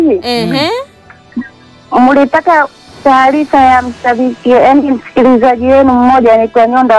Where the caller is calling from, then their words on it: Mkuranga, Pwani, Tanzania; natokea Bupu, Mkuranga, mkoa wa Pwani.